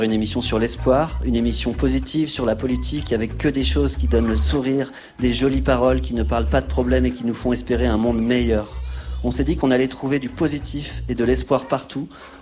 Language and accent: French; France; Alors moi, quand je suis arrivé de France au Radiocamp pour travailler sur la fabrication de cette émission collective, je me suis dit, tiens, en Allemagne, ils ont la montée de l'AfD, et nous, en France, on a Le Pen, Bardella